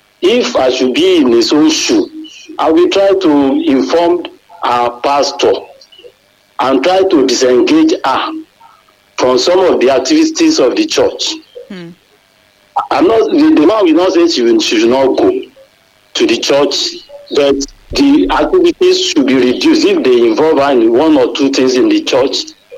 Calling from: Oluwo, Nigeria; I'm calling from Oluwo.

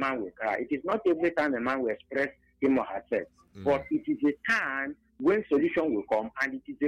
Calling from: Ebonyi, Nigeria; I'm calling from Ebony.

